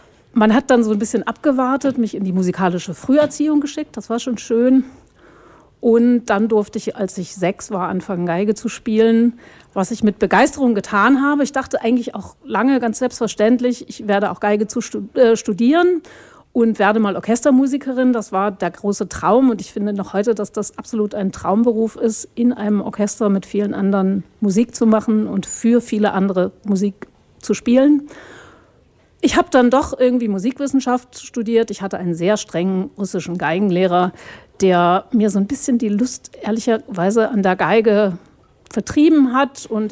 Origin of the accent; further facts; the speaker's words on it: Bremen, Germany; moved away; Ich komme ursprünglich aus Bremen